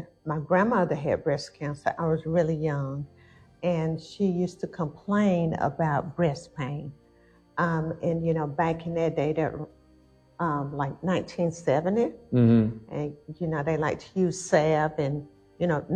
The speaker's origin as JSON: {"language": "English", "town": "Preston", "region": "Georgia", "country": "United States", "moved": "yes", "lives_now": "Sylvester, United States", "said": "I'm from Preston, Georgia. I've been in Sylvester, Georgia for quite a while now. I love it here."}